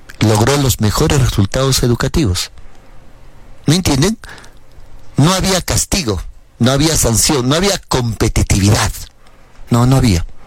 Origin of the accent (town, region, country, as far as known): Peru